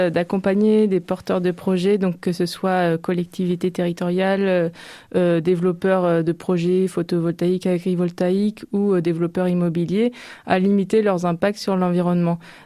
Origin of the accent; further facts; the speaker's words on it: La Hague, Normandy, France; moved away as an adult; also born or lived in Lyon / Tours; Je viens de la Manche, de la Hague même, et j'ai dû partir comme beaucoup de jeunes de mes études, pour les études de la Manche. Et donc j'ai dû partir dans plusieurs endroits de la France, Lyon, Tours, etc.